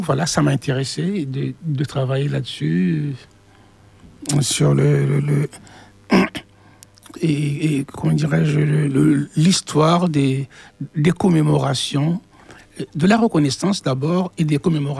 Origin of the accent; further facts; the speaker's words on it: Haiti; Voilà, je suis donc originaire de Haïti.